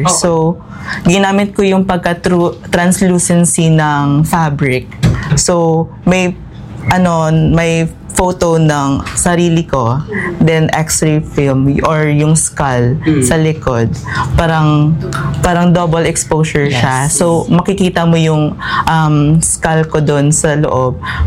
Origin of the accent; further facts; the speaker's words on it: Aklan, Philippines; I'm from Boracay. So growing up, I go to the beach